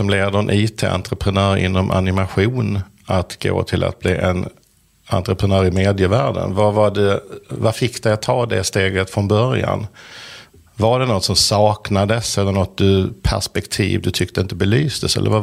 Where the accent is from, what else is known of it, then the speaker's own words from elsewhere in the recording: Helsingborg, Skåne, Sweden; Jag är från Helsingborg.